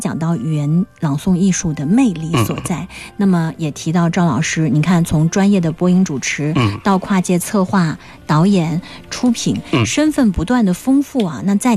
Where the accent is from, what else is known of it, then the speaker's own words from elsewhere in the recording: Zhenjiang, Jiangsu, China; born there; now in Nanjing, China; 虽说身在南京，那我是属于出生在镇江，但是生活在南京，但是我现在会把南京当作是我的第二故乡